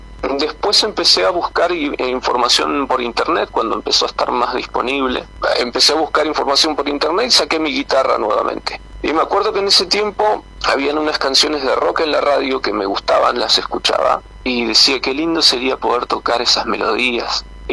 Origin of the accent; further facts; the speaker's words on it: San Martín de los Andes, Neuquén, Argentina; also born or lived in Cipolletti; Yo, en realidad, nací en Cipolletti, pero me vine de muy chiquito para San Martín de los Andes. Me siento como si fuera acá de San Martín